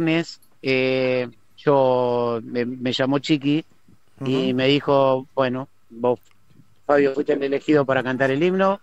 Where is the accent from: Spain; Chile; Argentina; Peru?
Argentina; La Matanza, Buenos Aires Province; soy veterano de guerra de ahí, ¿no? De La Matanza.